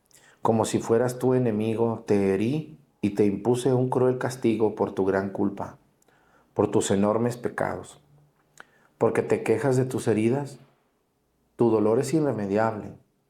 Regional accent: Mexticacán, Jalisco, Mexico; ustedes, que ya no viven en Mexticacán, pero quieren a mi pueblo

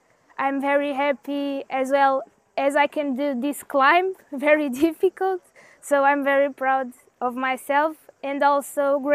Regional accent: Portugal; English is a second language; I'm from Portugal, Beja ou Admira.

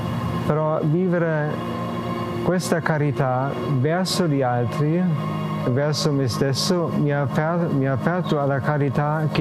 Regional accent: Germany; Italian is a second language; moved away as an adult; now in Italy; All'inizio stavo in Germania e poi il Signore mi conduceva fuori dal mio paese

